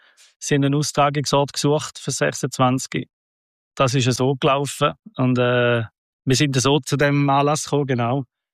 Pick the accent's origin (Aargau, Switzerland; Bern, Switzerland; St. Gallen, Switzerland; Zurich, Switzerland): St. Gallen, Switzerland; Oberbüren; Ich komme aus Oberbüren. Das ist ein Dorf zwischen Gossau und Wil. Ich bin dort aufgewachsen